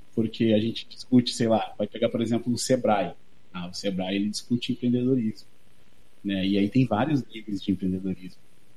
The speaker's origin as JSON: {"language": "Portuguese", "region": "Rio Grande do Sul", "country": "Brazil", "said": "nós somos aqui do Sul"}